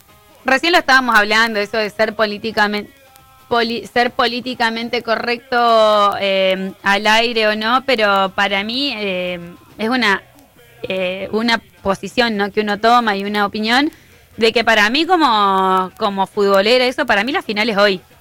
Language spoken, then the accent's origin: Spanish; Puerto Deseado, Santa Cruz, Argentina; born there; moved away; Parte de mi infancia la pasé en Puerto Deseado.